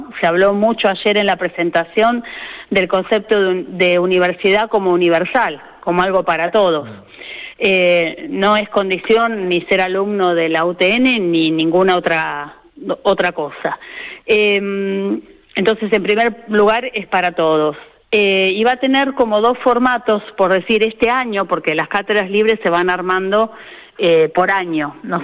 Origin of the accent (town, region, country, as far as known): Argentina